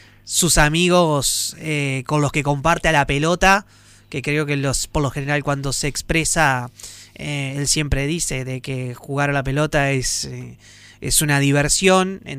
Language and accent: Spanish; Argentina; con nosotros como argentinos.